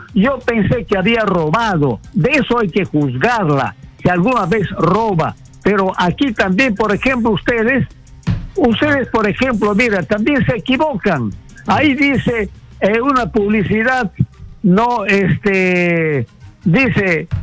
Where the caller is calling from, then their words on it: Iquitos, Loreto, Peru; aquí los loretanos, los de Iquitos especialmente